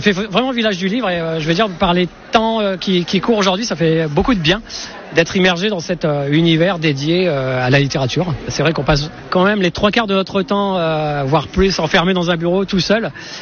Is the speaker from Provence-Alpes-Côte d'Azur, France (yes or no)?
no; Hauts-de-France, France; Moi je suis du Nord et voilà, donc je viens cette année.